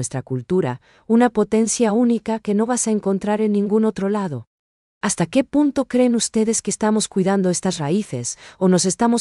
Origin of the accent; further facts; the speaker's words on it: Paraguay; nuestras raíces guaraníes, que son el motor de todo lo que somos hoy como paraguayos.